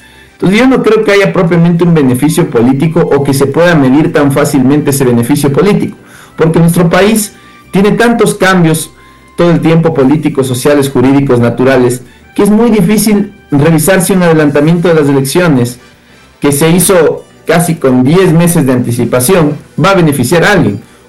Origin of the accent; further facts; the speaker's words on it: Ecuador; para nosotros como ecuatorianos y como ciudadanos